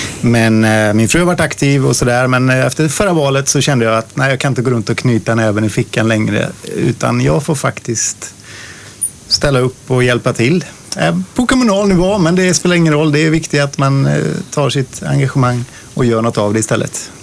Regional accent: Sjuntorp, Västra Götaland County, Sweden; och jag kommer från Sjuntorp, skogarna, uppvuxen där.

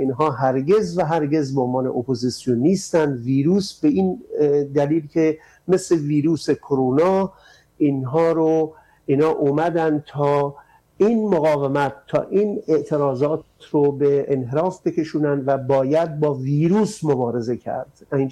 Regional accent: Amol, Mazandaran, Iran; ما توی شهر خودمون، من مال آمولم توی مازندران، ببینین اون موقع ما جوونا تمام هر کسی امنیت محل خودش رو به عهده گرفته بود.

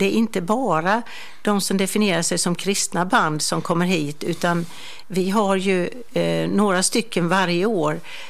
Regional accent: Jönköping County, Sweden; moved away as an adult; also born or lived in Bankeryd; now in Gullbranna, Sweden; Jag ville bo kvar i Bankeryd. Jag älskade mitt Bankeryd. Och jag är ju fortfarande smålänning i hjärtat.

